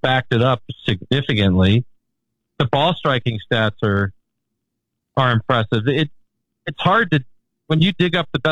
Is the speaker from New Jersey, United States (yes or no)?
no; Baltimore, Maryland, United States; born there; Okay, so anyway, I was born in Baltimore. That makes me a Baltimorean.